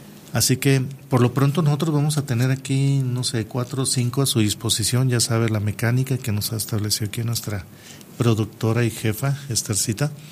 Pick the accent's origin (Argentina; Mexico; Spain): Mexico; Tayoltita, Durango; Y el concierto de verano a mí me mandó a mi pasado, la verdad, de mi infancia, que fue en Tayoltita, con un clima excepcional en Tayoltita, y entre los árboles de mango y los frutales y tanta vegetación que hay en Tayoltita.